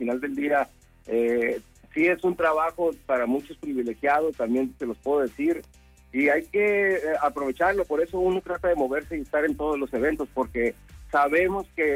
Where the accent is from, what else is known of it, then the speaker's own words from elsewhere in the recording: Tijuana, Baja California, Mexico; also born or lived in Rosarito; oye Héctor, venimos de Tijuana y Rosarito, amo mucho a las dos ciudades